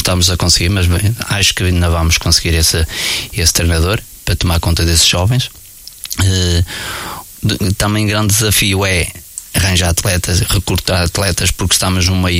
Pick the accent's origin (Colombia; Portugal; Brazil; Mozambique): Portugal; Amarante, Norte; moved away as an adult; now in Alpendorada, Portugal; eu sou o natural de Amarante e só estou há cerca de 10, 15 anos em Albiada.